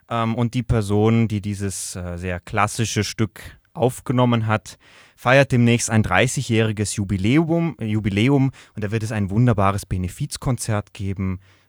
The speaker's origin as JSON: {"language": "German", "region": "Berlin", "country": "Germany", "said": "wir kommen zwar aus Berlin"}